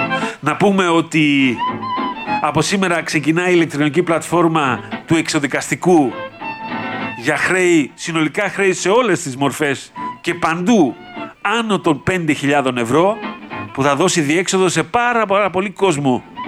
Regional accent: Greece

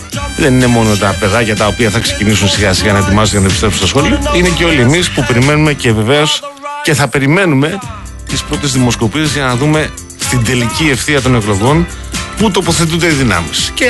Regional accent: Peloponnese, Greece; κατάγομαι από την Νότια Πελοπόννησο

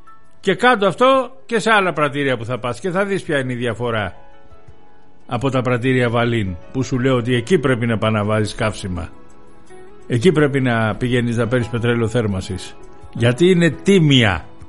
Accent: Greece; εμείς ως Έλληνες και ως ψηφοφόροι

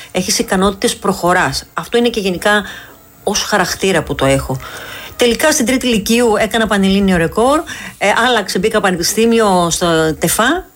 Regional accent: Patras, Western Greece, Greece; είσαι από την Πάτρα, ξέρεις που είναι, έμενα στη Ταραμπούρα και πήγα μόνη μου παιδάκι στο εθνικό στάδιο της Πάτρας

